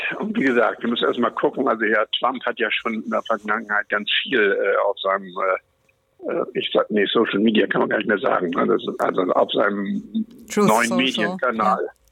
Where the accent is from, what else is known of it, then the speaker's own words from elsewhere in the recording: Northern Germany, Germany; ich komme aus Norddeutschland, da sind wir sturmgeprobt